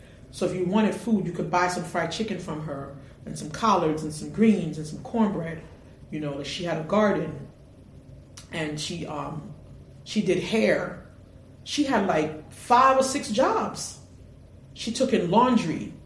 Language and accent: English; New York City, New York, United States; I'm from Brooklyn, y'all.